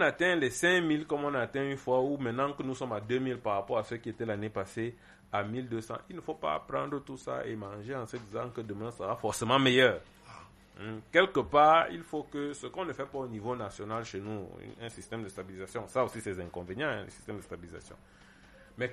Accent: Cameroon; chez nous au Cameroun

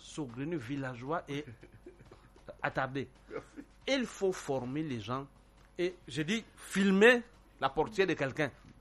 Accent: Cameroon; Chez nous, au Cameroun, il y a un endroit où on attend le taxi.

